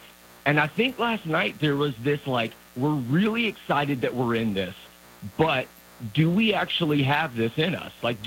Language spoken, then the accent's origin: English; Lexington, Kentucky, United States; now in Atlanta, United States; Born and raised in Lexington, went to UK, lifelong fan, and I live in Atlanta now, and I went to the game last night.